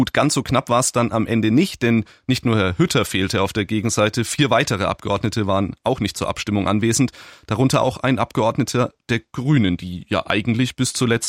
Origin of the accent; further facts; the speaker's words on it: Bavaria, Germany; Ich bin da als gebürtiger Franke ja eher beim Bier.